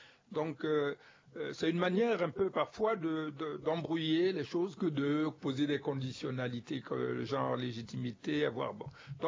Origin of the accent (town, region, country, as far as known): Central African Republic